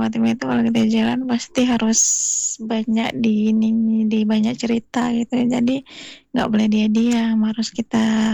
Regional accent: Masohi, Maluku, Indonesia; Selamat berjumpa kembali dengan saya dari … Maluku Tengah.

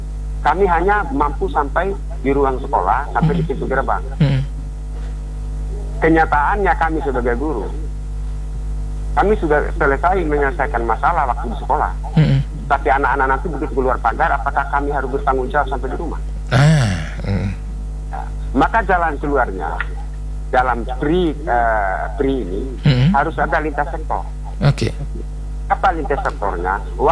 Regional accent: Makassar, South Sulawesi, Indonesia; accent: Makassar dialect; saya pindah secara dialeknya Makassar

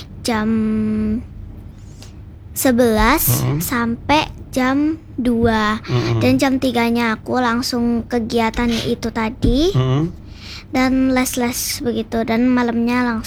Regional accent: Java, Indonesia; aku sebagai orang Jawa

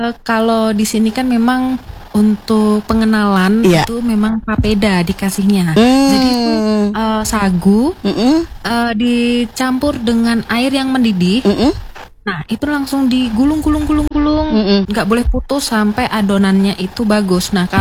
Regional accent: Central Java, Indonesia; Saya malah dari Jawa Tengah.

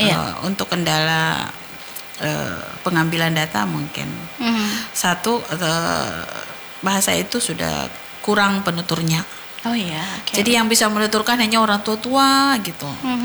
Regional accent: South Sulawesi, Indonesia; Kita tuh orang Sulawesi Selatan perlu berbangga ya, karena muatan lokal itu dari dulu, dari saya kecil juga sudah belajar bahasa daerah di sekolah.

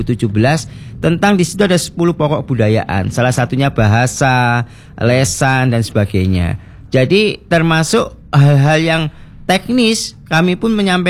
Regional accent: Java, Indonesia; Kan lucu kalau kita orang Jawa lalu dibatasi dengan apa?

